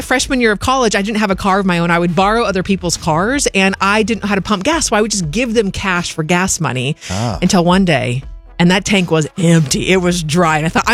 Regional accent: Oregon, United States; I grew up in Oregon, and that should explain everything.

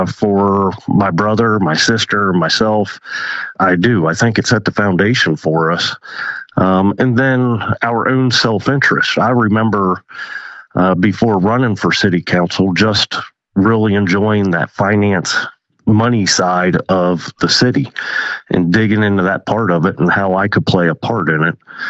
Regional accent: Harrison, United States; I was born and raised in Harrison. Spent my whole life pretty much running around the streets of Harrison, except for the time I went to college, and for 3 years I did missionary work.

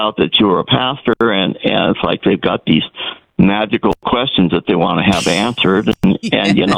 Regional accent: Pasadena, California, United States; now in North Dakota, United States; I grew up in Pasadena, California

